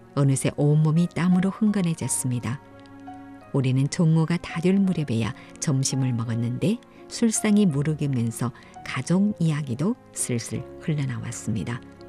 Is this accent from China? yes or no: yes; Yanbian, Jilin, China; 태어나서부터 지금까지 연변에 팔을 붙이고 살아온 나는 조선족 학교를 다니고 조선족 학교에서 교편을 잡다 보니 한우 수준이 낮았습니다.